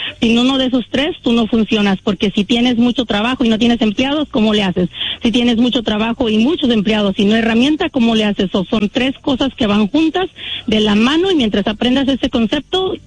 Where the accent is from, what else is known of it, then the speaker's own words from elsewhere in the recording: Guerrero, Mexico; Él es de San Salvador y yo soy de Guerrero.